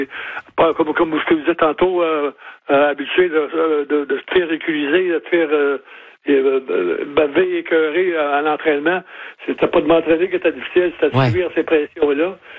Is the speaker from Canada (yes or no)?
yes; Montreal, Quebec, Canada; j'étais chez nous à Montréal